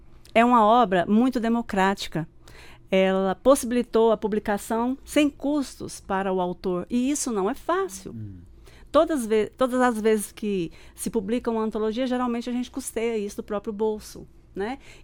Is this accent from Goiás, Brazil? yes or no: yes; Goiás, Brazil; now in Guará, Brazil; criei meus dois filhos, eu criei meus dois filhos no Guará. Eu tenho uma história muito bonita com o Guará. Saí de Goiás e vim para o Guará e nunca mais saí.